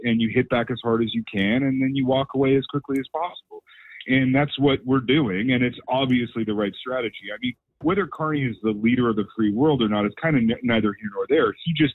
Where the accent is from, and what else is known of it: Canada